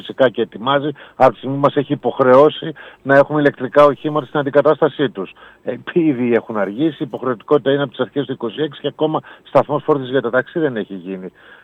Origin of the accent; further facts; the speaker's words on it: Greece; σαν Έλληνες σε αυτή τη χώρα.